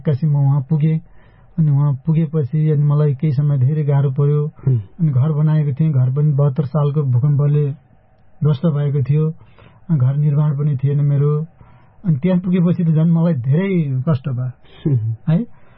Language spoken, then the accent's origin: Nepali; Gorkha, Gandaki Province, Nepal; born there; moved away; गोर्खाको पालुन्डर भन्ने ठाउँमा भनौँ न मेरो जन्मथलो